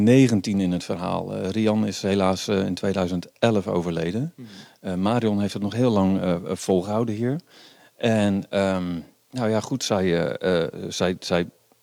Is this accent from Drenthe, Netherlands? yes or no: yes; Drenthe, Netherlands; also born or lived in Rotterdam; now in Valthermond, Netherlands; Wij komen nu uit Rotterdam, maar ik ben opgegroeid hier 25 kilometer verder.